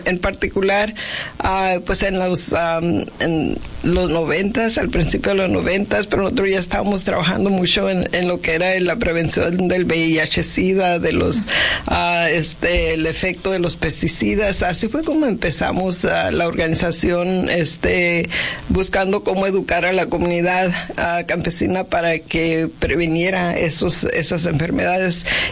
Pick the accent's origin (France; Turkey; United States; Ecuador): United States; Yuma, Arizona; anteriormente hasta nos enorgullecíamos de decir, ay, soy de Yuma y yo aguanto cuánto, todo